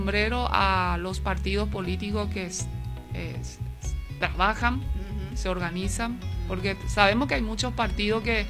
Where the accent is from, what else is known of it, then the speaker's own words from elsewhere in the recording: Minga Guazú, Alto Paraná, Paraguay; como yo soy minguera, nací en Mingaguazú